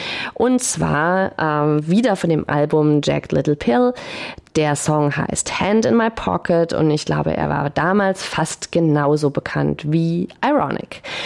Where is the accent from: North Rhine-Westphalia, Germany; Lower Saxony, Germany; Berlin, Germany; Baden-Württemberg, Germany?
Baden-Württemberg, Germany; Stuttgart; als Stuttgarterin